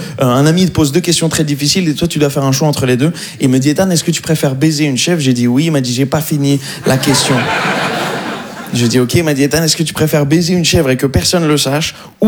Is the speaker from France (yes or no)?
no; Morocco; je suis pas du tout d'ici à la base, moi. Je suis marocain.